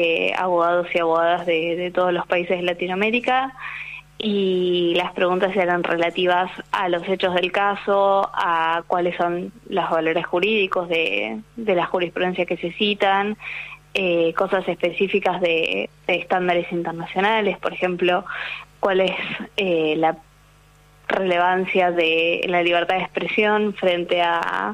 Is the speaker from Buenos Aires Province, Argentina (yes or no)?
yes; Castelar, Buenos Aires Province, Argentina; Yo soy de Castelar. Partido Morón, provincia de Buenos Aires.